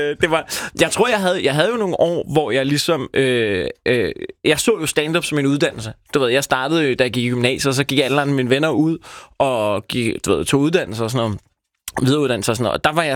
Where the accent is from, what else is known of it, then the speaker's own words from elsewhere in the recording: Copenhagen, Capital Region of Denmark, Denmark; Og jeg er jo ærke københavner